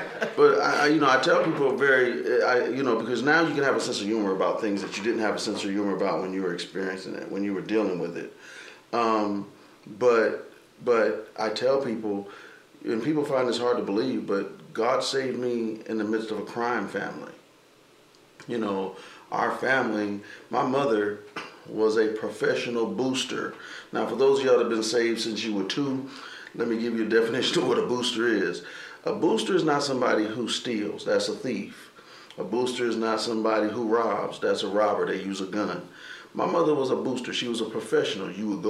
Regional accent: Ohio, United States; also born or lived in New Jersey; Interestingly, I was born in New Jersey, and when we moved to Ohio, I was probably 8 or 9 years old when we moved to Ohio

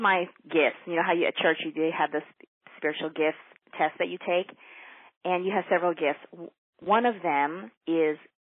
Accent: Los Angeles, California, United States; also born or lived in Toronto, Canada; now in Naples, United States; I was singing since I was 8 years old in Los Angeles because that's where I grew up.

